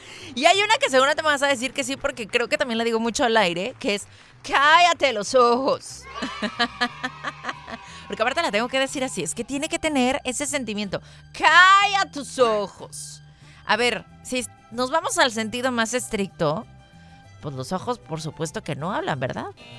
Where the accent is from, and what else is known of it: Mexico